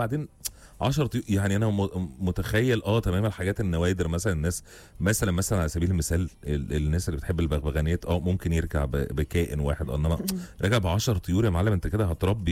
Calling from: Riyadh, Riyadh Province, Saudi Arabia; مساء الخير، بسمعكم انا وجوزي من الرياض، محشورين في الزحمه.

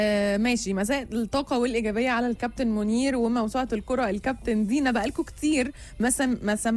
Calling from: Netherlands; من هولندا وعلى فكره انا هنا ما عنديش حواوشي

